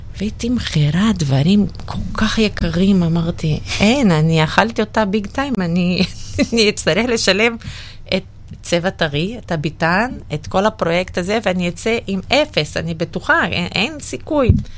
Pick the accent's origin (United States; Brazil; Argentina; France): Brazil; now in Israel; ואני ברזילאית.